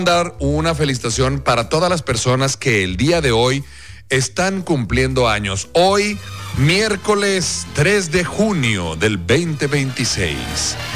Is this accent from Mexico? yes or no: yes; Mexico; nosotros los mexicanos